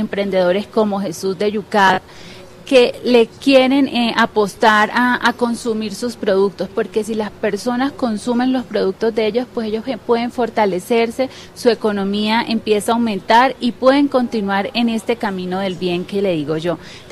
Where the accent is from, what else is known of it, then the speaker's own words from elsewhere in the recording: Ocaña, Norte de Santander, Colombia; Soy de Ocaña, Norte de Santander, orgullosa de esa tierra.